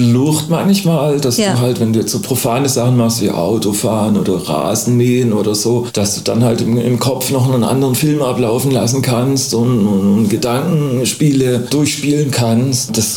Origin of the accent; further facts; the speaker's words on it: Swabia, Germany; now in Jena, Germany; Ich bin Schwabe, ja, ich bin ein Neugeschmeckter.